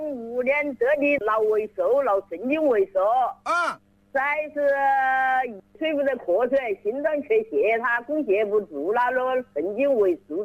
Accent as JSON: {"language": "Chinese", "town": "Jingzhou", "region": "Hubei", "country": "China", "said": "我是湖北荆州固安县呐，古河镇的，"}